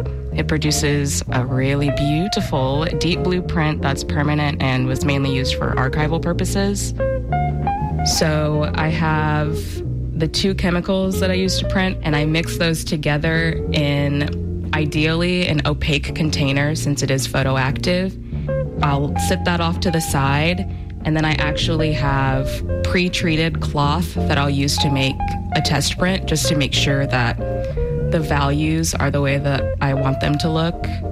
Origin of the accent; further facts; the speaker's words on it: Houston, Texas, United States; from Third Ward, and you're listening to Houston Matters